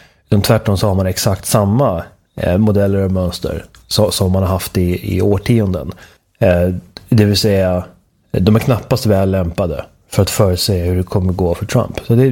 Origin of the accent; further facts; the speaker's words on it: Sweden; jag ska inte säga att jag är likgiltig inför att jag kommer från Sverige.